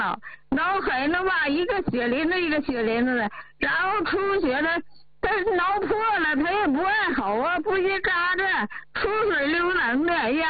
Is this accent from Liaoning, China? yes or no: yes; Shenyang, Liaoning, China; 我家是沈阳的。